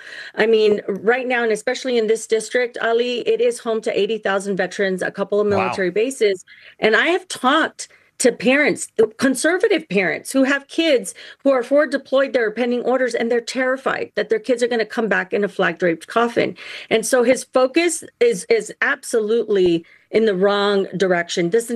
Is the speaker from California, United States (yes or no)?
no; Eloy, Arizona, United States; my hometown of Eloy